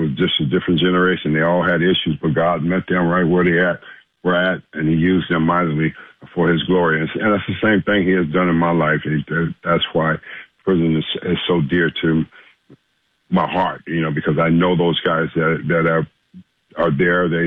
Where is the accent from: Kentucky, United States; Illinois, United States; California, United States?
California, United States; Los Angeles; I wasn't afraid, and because I'm born and raised in South Central, I know how to defend myself.